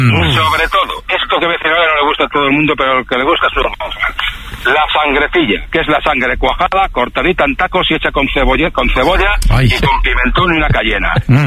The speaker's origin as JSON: {"language": "Spanish", "town": "Valladolid", "region": "Castile and León", "country": "Spain", "said": "Yo soy de Valladolid, de capital, ¿vale?"}